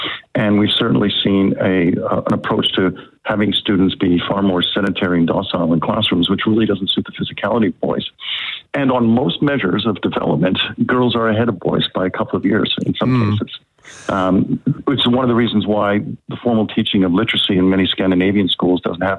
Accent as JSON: {"language": "English", "country": "Canada", "said": "I am from Canada"}